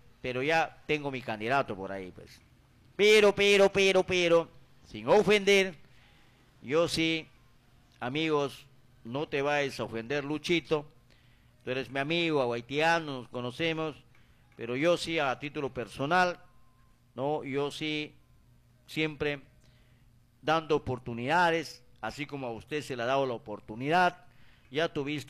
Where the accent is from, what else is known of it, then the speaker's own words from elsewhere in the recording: Aguaytía, Ucayali, Peru; born there; Somos de ucayalinos, pero yo nací en Abaitía, pero pertenezco a Ucayali.